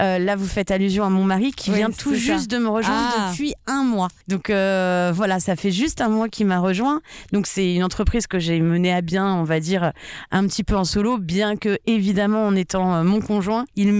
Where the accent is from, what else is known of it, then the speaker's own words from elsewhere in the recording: Nancy, Grand Est, France; Alors, je suis originaire de Nancy, donc qui est la grande ville pas très loin d'ici.